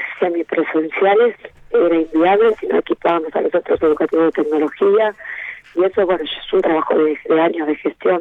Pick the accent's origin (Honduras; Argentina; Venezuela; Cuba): Argentina; Bahía Blanca, Buenos Aires Province; now in Villarino, Argentina; yo soy de Bahía Blanca y me siento una más de acá del distrito, hace muchos años que estoy